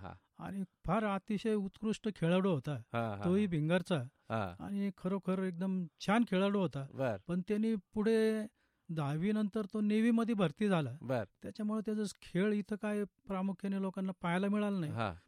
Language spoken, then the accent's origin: Marathi; Bhingar, Maharashtra, India; माझं बालपण, माझा जन्म भिंगार येथे झालं.